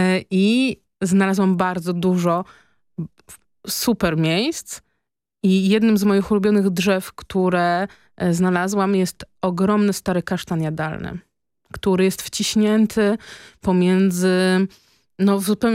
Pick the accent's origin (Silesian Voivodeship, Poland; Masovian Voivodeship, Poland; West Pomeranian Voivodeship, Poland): Masovian Voivodeship, Poland; Warsaw; jestem bardzo sentymentalnie związana z Żoliborzem. Urodziłam się na Żoliborzu i wychowałam.